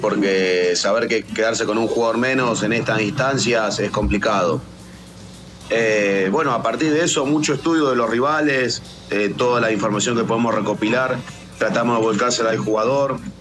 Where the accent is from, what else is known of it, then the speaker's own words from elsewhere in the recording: Rosario, Santa Fe, Argentina; yo soy de Rosario